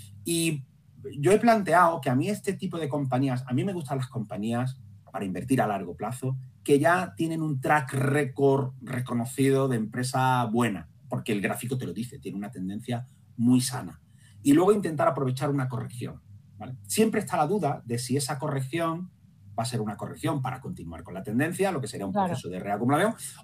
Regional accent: Andalusia, Spain; como buen andaluz yo suelo hablar mucho

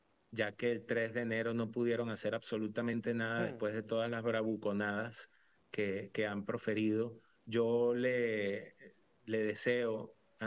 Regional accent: Caracas, Capital District, Venezuela; moved away; yo como hijo de gallego, soy de ahí, de La Candelaria

